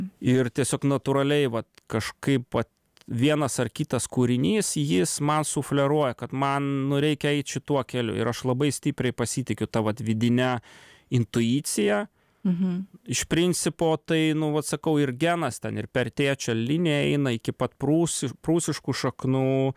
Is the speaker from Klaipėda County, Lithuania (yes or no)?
yes; Klaipėda, Klaipėda County, Lithuania; Pokario, jo, sovietmečio, kur aš užaugau Klaipėdoje